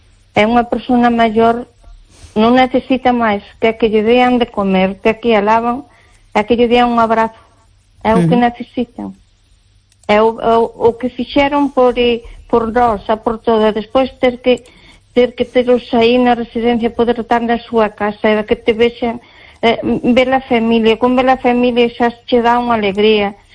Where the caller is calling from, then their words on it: Malpica, Galicia, Spain; De Malpica.